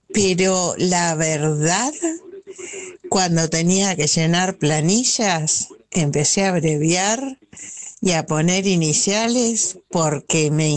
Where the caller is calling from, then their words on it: Acassuso, Buenos Aires Province, Argentina; de Acasuso.